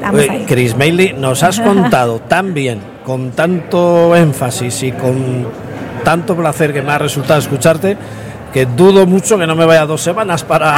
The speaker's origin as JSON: {"language": "Spanish", "town": "San Sebastián", "region": "Basque Country", "country": "Spain", "said": "yo soy de San Sebastián, País Vasco"}